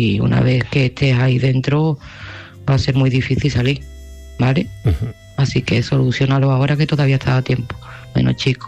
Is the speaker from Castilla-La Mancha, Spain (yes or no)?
no; Seville, Andalusia, Spain; de Sevilla y este mensaje va para Lola.